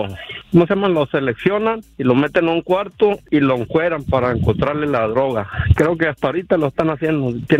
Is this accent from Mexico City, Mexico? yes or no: no; Mexicali, Baja California, Mexico